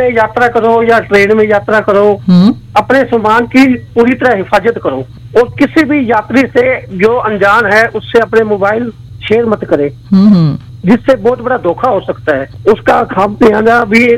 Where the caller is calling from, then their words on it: Sri Karanpur, Rajasthan, India; श्री कर्णपुर जिला गंगानगर से बोल रहा हूँ।